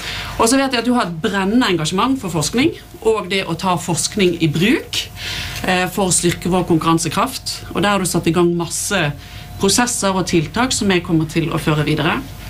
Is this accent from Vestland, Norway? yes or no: yes; Bergen, Vestland, Norway; Så jeg er definitivt fra Bergen